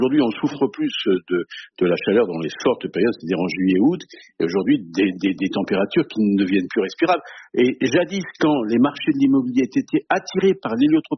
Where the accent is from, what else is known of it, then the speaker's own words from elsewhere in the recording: Brittany, France; Voilà, je suis breton, c'est pour ça que je suis assez chauvin.